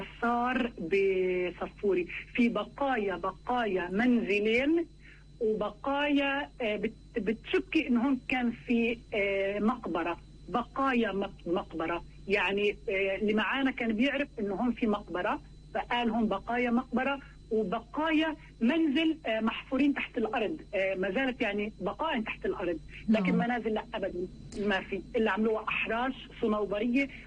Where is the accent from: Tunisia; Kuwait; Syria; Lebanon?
Lebanon; now in Sweden; ما عنديش أصلا باسبور لأن إحنا من فلسطينية لبنان، فلما جيت على السويد